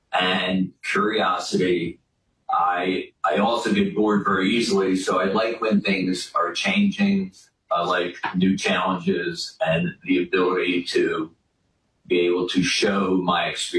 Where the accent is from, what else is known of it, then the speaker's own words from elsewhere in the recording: Philadelphia, Pennsylvania, United States; I'm from the Philadelphia area.